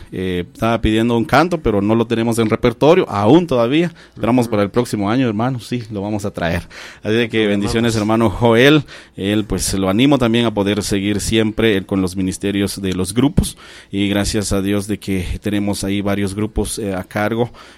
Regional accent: Tecpán, Chimaltenango, Guatemala; yo no soy de Balanya, yo soy de una aldea de Tecpan, aldea Pacorral Tecpan

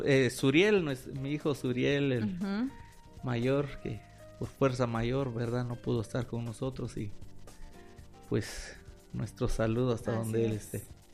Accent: San Pedro Carchá, Alta Verapaz, Guatemala; la marimba que es de la municipalidad de mi pueblo, como lo es San Pedro Cachao.

